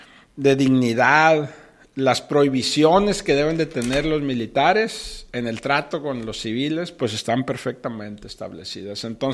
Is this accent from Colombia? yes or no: no; Mexico; nos hagan sentir orgullosos como mexicanos